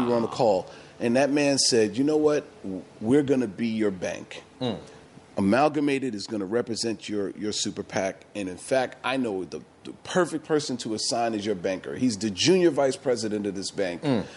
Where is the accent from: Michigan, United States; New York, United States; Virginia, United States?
New York, United States; New York City; I'm born and raised in New York City.